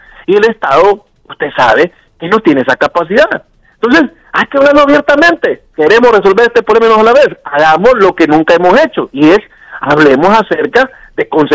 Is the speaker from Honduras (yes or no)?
yes; Honduras